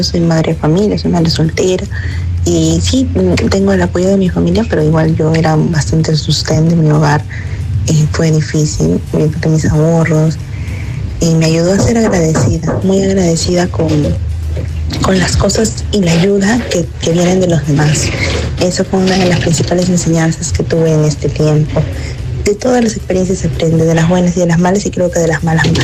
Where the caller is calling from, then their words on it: Trujillo, La Libertad, Peru; de Trujillo.